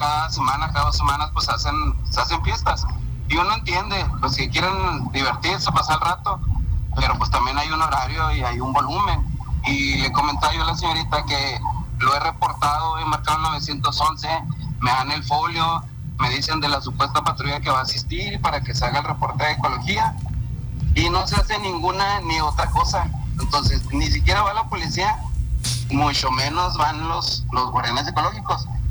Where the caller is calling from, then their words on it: Mexico; Yo vivo en Rincones de Salvarca.